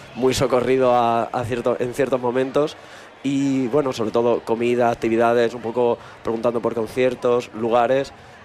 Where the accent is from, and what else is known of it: Albacete, Castilla-La Mancha, Spain